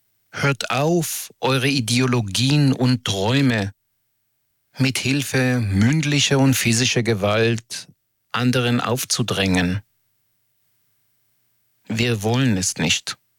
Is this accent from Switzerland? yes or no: no; Israel; Ich komme aus Israel, eine Demokratie, die gerade zerfällt, genau wegen Menschen, wie ihr es seid.